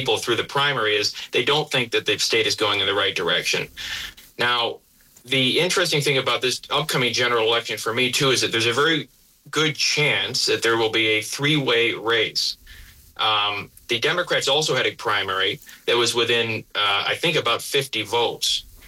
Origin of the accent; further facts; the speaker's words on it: Lyons, United States; I mean, where I grew up in Lyons, you didn't see a house above $100,000 15 years ago.